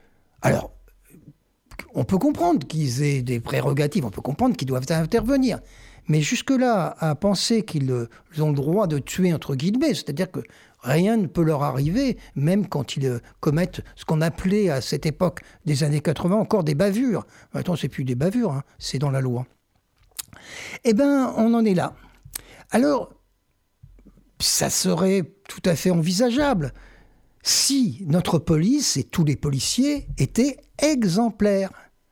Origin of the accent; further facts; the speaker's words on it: Lyon, Auvergne-Rhône-Alpes, France; chez nous, à Lyon.